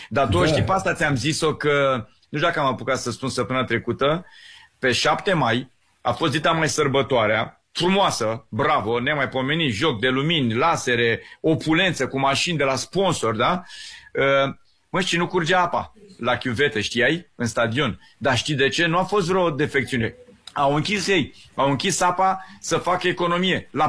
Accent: Romania

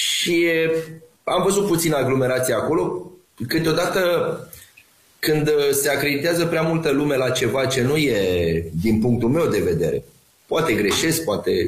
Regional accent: Romania; Eu ca român am totuși o mândrie românească.

